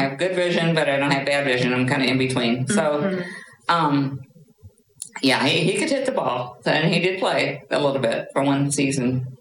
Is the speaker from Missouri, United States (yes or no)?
yes; St. Louis, Missouri, United States; born there; also born or lived in Belmont, Missouri / Memphis, Tennessee; lived in Memphis, Tennessee. And actually before that, anyway, when I was about 11, we moved to St. Louis.